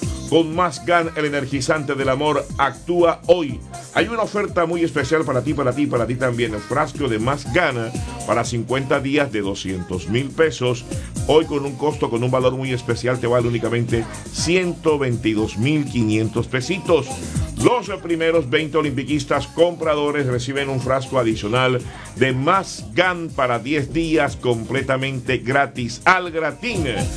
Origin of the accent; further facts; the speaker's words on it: Colombia; 7:10. En mi país, Colombia.